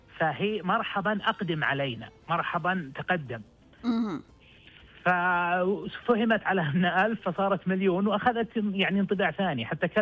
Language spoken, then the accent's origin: Arabic; Al-Qassim, Saudi Arabia; عندنا بالقصيم عبارة شبه اختفت الآن، يا هلا والله هم هلا.